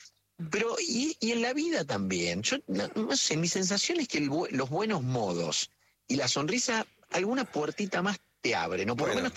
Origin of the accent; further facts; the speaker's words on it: Córdoba, Argentina; born there; En la ciudad de Córdoba.